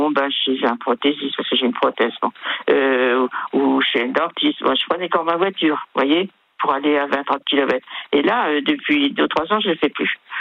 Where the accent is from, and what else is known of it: Brittany, France; born or raised there